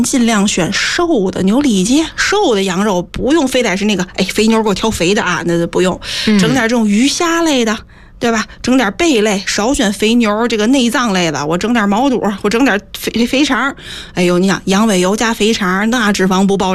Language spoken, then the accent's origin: Chinese; Northeast China, China; accent: Northeastern Mandarin (东北话); 我们说东北话一句话就是说很呆呆的